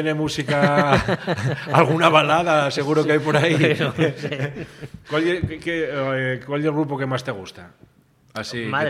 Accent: Valladolid, Castile and León, Spain; Oye, que soy de Valladolid.

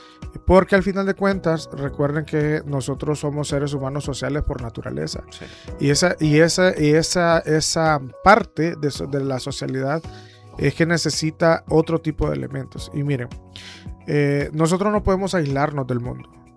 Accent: Honduras

